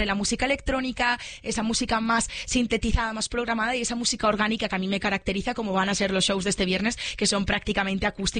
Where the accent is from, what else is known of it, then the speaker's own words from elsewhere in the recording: Galicia, Spain; Yo que soy gallega, también siento como los gallegos somos como también muy hospitalarios